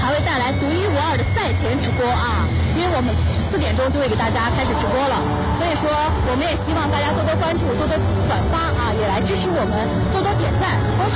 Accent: Xuzhou, Jiangsu, China; 那也就像我们徐州人一样啊，咱们豪爽的性格，

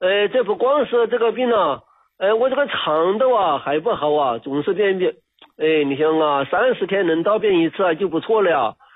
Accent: Chongqing, China; 哎，我是重庆的。

